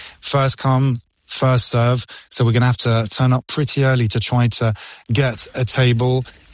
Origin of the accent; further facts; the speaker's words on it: Paris, Île-de-France, France; I was born and raised in Paris, been following Paris for all these years, bad times, good times